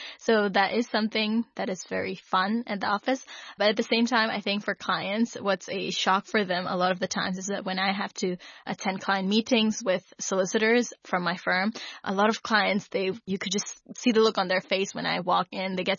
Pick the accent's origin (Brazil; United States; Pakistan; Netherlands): Pakistan; You know, they think you're a Pakistani, I'm a Pakistani.